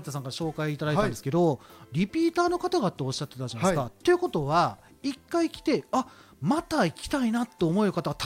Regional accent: Kagawa, Japan; 僕もまあ生まれも育ちも香川県なんですけど

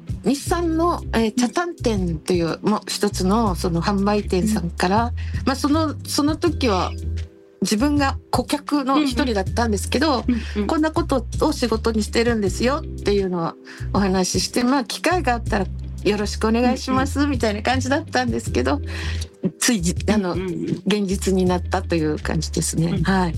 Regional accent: Okinawa, Japan; 地元沖縄というところから

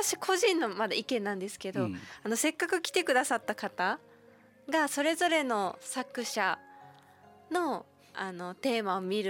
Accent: Makinohara, Shizuoka, Japan; 先日私の地元の静岡県牧之原市が台風の被害があって、

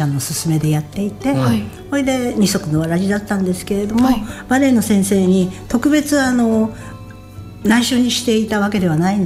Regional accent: Sapporo, Hokkaido, Japan; でお母ちゃんと私が札幌で生まれ育ったんですけれども

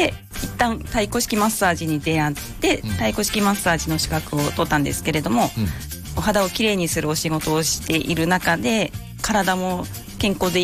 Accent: Iwaki, Fukushima, Japan; ずっと生まれも育ちもいわきです。

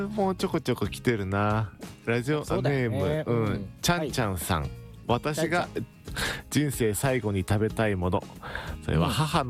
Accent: Kumagaya, Saitama, Japan; 埼玉県には各地に様々な郷土うどんがあり、私の出身地の熊谷市周辺では幅広のうどんを醤油ベースで根菜類と煮込んだ煮坊刀をよく食べていました。

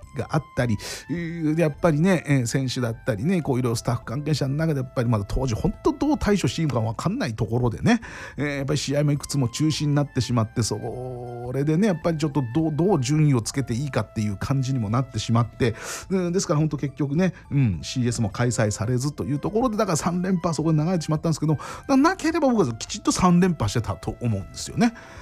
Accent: Tokyo, Japan; born there; 地元はもうこっちなんですよね。しかも立川より西に住んでますから、

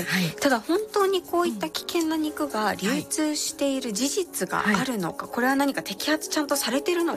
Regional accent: Fukuoka, Japan; 私福岡出身ですし、

